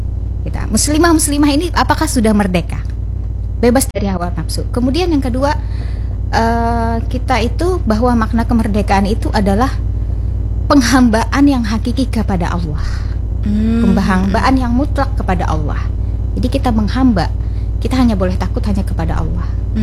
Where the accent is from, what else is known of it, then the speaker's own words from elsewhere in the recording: Kelua, South Kalimantan, Indonesia; Saya asalnya dari Kalua.